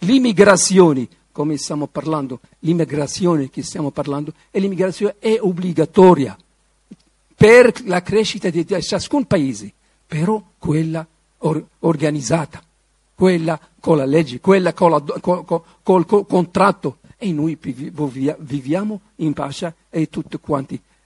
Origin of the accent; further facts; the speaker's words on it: Morocco; now in Rome, Italy; io sono del Marocco